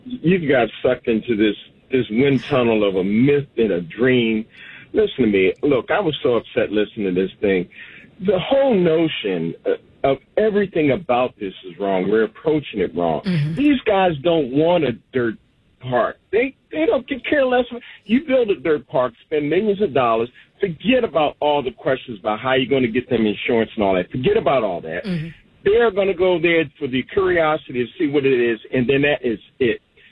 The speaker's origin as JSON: {"language": "English", "town": "Baltimore", "region": "Maryland", "country": "United States", "tie": "born or raised there", "said": "I'm a black man. Mm-hmm. I was raised in Baltimore, mm-hmm. in the hood"}